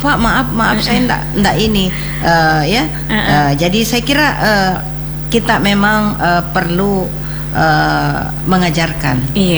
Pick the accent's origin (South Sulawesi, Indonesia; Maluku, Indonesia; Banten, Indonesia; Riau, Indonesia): South Sulawesi, Indonesia; Makassar; accent: Makassar dialect; Saya kan sudah berdialek ya. Makassar.